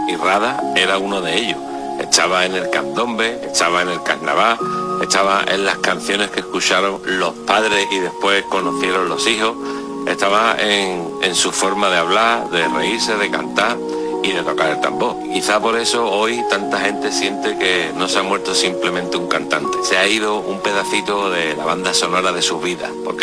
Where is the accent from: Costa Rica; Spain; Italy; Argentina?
Spain; Yo soy español y llevo años intentando conocer y entender este país desde fuera